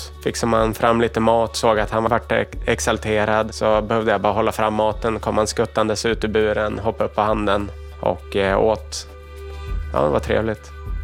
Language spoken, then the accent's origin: Swedish; Sweden; moved away; För ja, jag kommer från Sverige, jag var med våra djurregler och här får man inte ha en uggla.